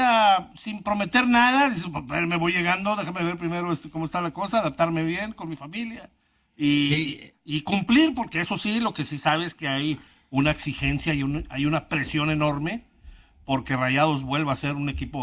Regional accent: Mexico; Pepe Peña, como buenos mexicanos, con eso del metro, parques y baches, dejamos todo para el último minuto.

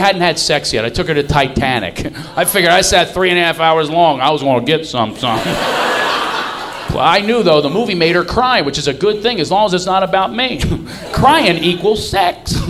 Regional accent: Philadelphia, Pennsylvania, United States; But romance, I'm from Philadelphia. No romances in Philly.

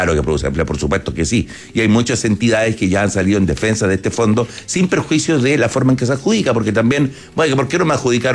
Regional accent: Chile

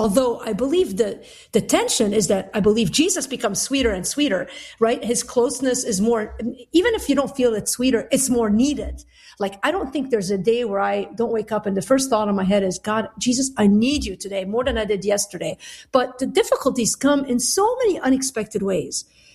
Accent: Lebanon; now in United States; I'm Lebanese. I grew up in Lebanon.

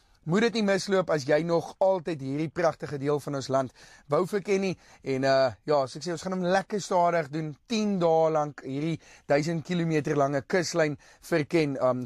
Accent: Northern Cape, South Africa; ek wat in Namakwaland groot geword

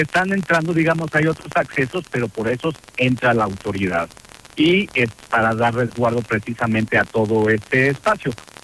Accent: Mexico; Como mexicano, pues bueno, pues que gane México.

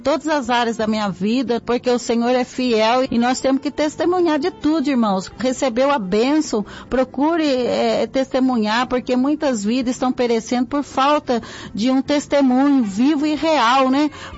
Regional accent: São José dos Campos, São Paulo, Brazil; sou de São José dos Campos.

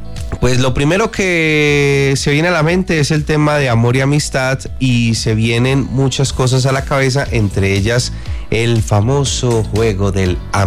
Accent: Colombia; nosotros en Colombia hacemos siempre amor y amistad durante este mes de septiembre.

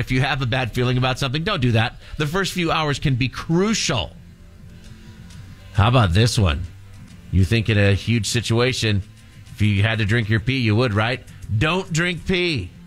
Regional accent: Seattle, Washington, United States; I remember growing up in Seattle

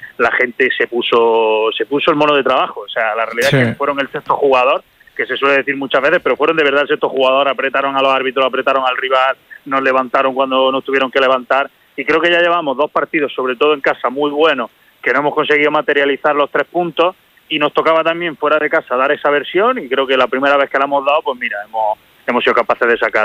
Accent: Granada, Andalusia, Spain; moved away as an adult; now in Córdoba, Spain; Yo soy de Granada, yo soy granadino.

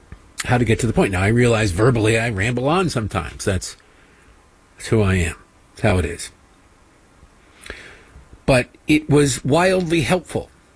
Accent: Detroit, Michigan, United States; Look, I'm from Detroit. We're not exactly a storied history.

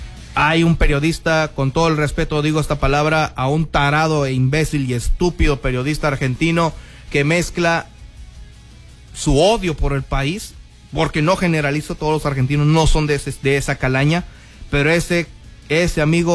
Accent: Mexico

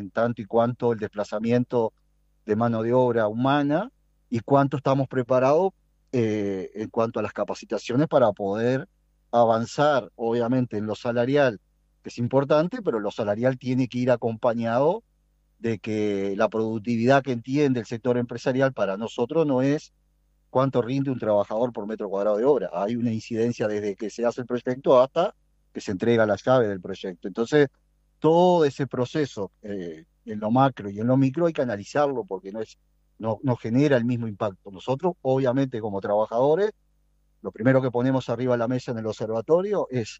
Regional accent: Uruguay

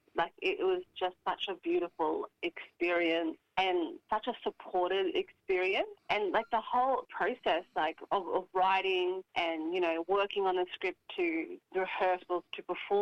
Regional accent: Queensland, Australia; also born or lived in Northern Territory / Western Australia; I am a Cookajungan and Mullaridji woman from Far North Queensland. Yeah, that's who I am, but I also grew up in Northern Territory and over in Western Australia.

